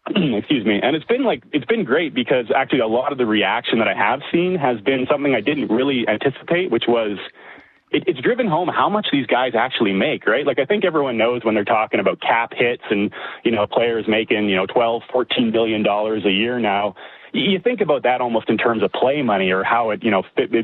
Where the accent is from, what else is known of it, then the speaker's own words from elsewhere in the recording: Winnipeg, Manitoba, Canada; now in Calgary, Canada; I was born and raised in Winnipeg. I live in Calgary now, but I've followed the Jets ever since